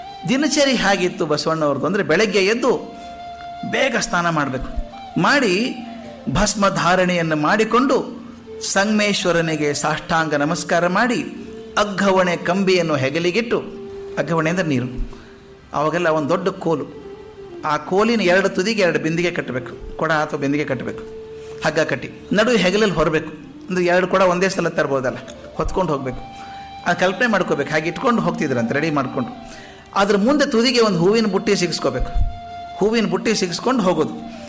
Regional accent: Bilagi, Bagalkot, Karnataka, India; ನಾನು ಅಲ್ಲಿಯವನೇ, ಆ ಏರಿಯಾದವನೇ.

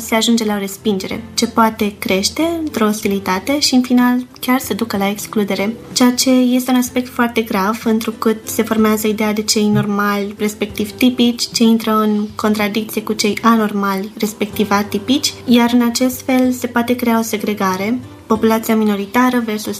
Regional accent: Cluj-Napoca, Cluj County, Romania; born there; also born or lived in Bucharest, Romania; now in Florești, Romania; M-am născut la București, dar între timp am ajuns la Cluj, la vârsta de 10 ani, și de la Cluj la Florești

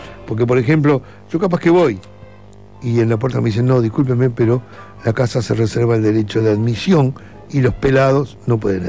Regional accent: Maldonado, Uruguay; born there; yo soy acá, de la zona. Soy de Maldonado, nací.

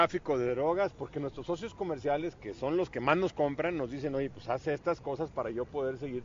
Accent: Mexico

